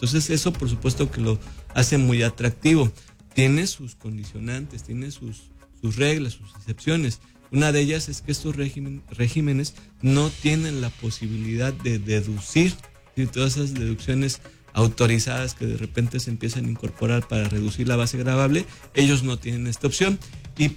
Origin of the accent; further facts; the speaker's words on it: Mexico; todas las personas que nacemos, que somos mexicanos